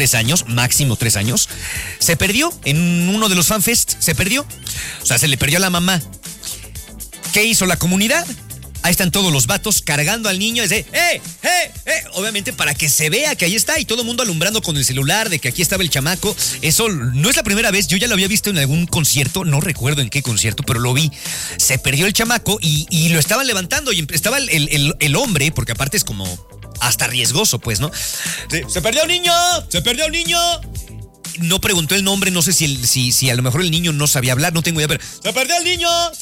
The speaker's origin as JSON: {"language": "Spanish", "country": "Mexico", "said": "Así somos los mexicanos."}